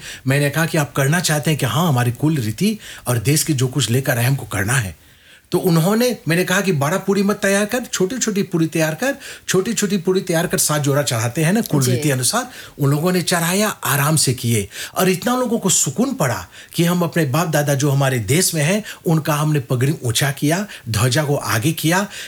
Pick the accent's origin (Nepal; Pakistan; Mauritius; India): Mauritius; Lalmatie, Flacq; मैं लालमाटी वासी हूँ